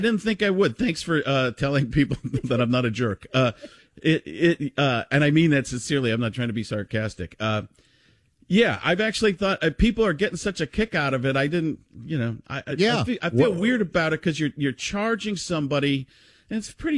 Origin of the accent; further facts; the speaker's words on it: Waukesha, Wisconsin, United States; where I grew up in Waukesha